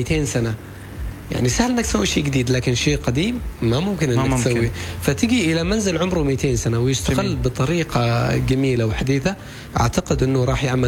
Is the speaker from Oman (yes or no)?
yes; Mirbat, Dhofar, Oman; أعتقد الأماكن اللي تحتاج شهرة مرباط فيها شواطئ خلابة، يعني أنا من أبناء البلد